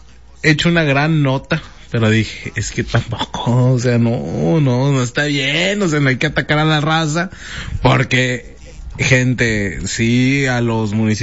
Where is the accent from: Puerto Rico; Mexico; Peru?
Mexico; Sin embargo, somos mexicanos.